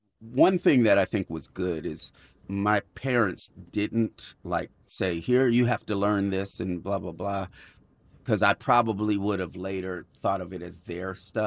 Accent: California, United States; obviously, I come from the Bay Area

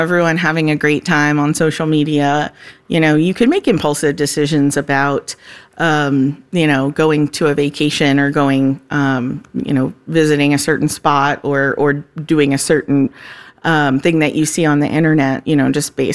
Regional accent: Florida, United States; moved away; I'm from Florida originally, and so we don't see seasonal affective disorder as much. And when I moved here 8 years ago, I was like, wow, okay, I get it now.

